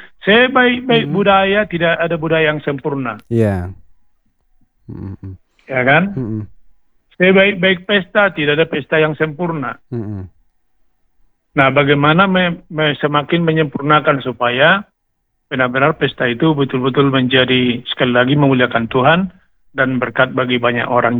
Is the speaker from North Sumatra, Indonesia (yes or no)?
yes; Siborong-Borong, North Sumatra, Indonesia; moved away; di kampung saya dulu ya, di Siborong-Borong saya